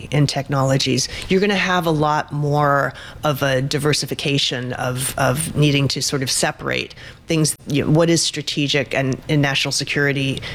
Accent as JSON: {"language": "English", "region": "New England", "country": "United States", "said": "I mean, I come from New England."}